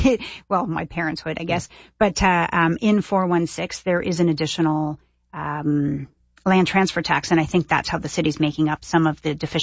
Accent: Toronto, Ontario, Canada; now in Ottawa, Canada; I mean, I grew up in Toronto.

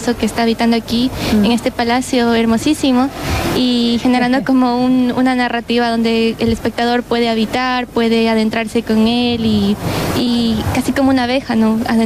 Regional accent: Quito, Pichincha, Ecuador; soy de Quito, Ecuador

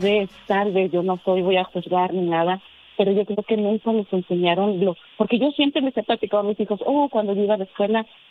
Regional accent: Durango, Mexico; haga de cuenta que mis hijos saben de México, porque yo soy de Durango y su papá de ellos es

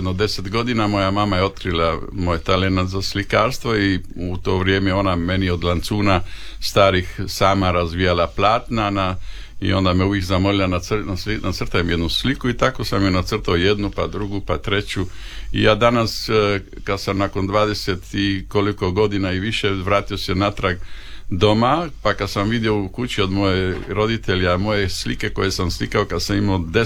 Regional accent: Arbanasi, Zadar County, Croatia; pošto mi smo imali svoje igralište kod nas u Arbanasima, koje smo mi sami sebi gradili, napravili, i mi smo aktivno igrali košarku.

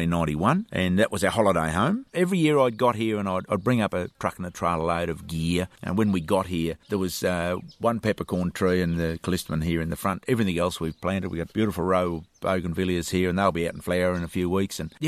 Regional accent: Bairnsdale, Victoria, Australia; moved away as an adult; We're from Beansdale and not quite on the 90-mile beach down there.

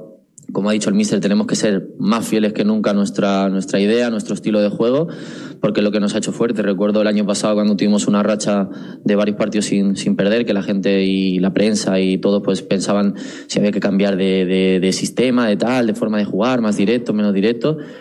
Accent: Catalonia, Spain; moved away as an adult; soy catalán, tengo mucha familia allí

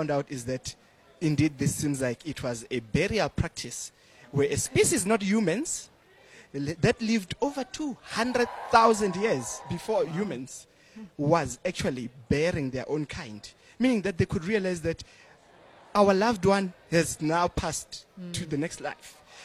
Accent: Soweto, Gauteng, South Africa; You know, I'm a Soweto born, raised, you know, born and raised in Soweto.

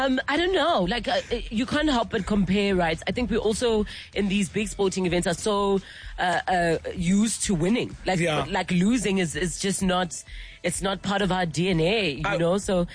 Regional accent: South Africa

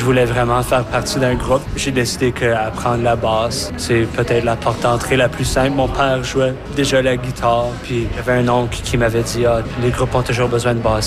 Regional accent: Edmonton, Alberta, Canada; J'ai grandi à Bonnie Doon, le quartier francophone, maintenant où mon père était directeur général ou artistique de l'Unithéâtre.

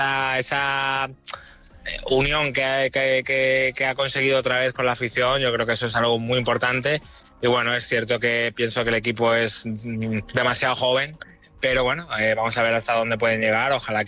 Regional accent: Málaga, Andalusia, Spain; para mí, siendo malagueño, habiendo jugado en la cantera y luego en el primer equipo, y bueno, yo vivo aquí, mi casa está aquí

